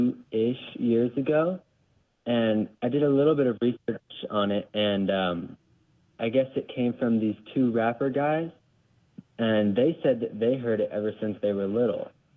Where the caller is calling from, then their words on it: Nevada, United States; I'm calling you from Nevada